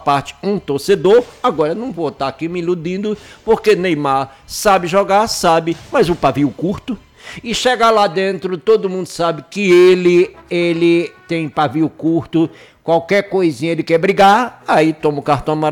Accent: Brazil; que eu sou brasileiro

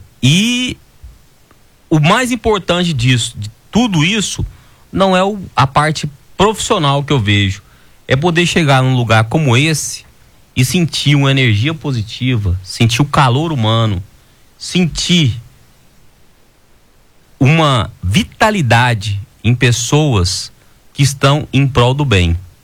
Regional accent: Goiânia, Goiás, Brazil; eu sou goianiense, nascido em Goiânia, de 1980, certo? Fui criado pelo meu avô

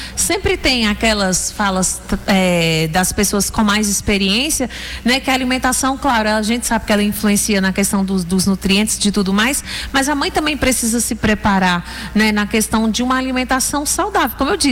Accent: Northeast Region, Brazil; a gente que é do Nordeste, como bom nordestino

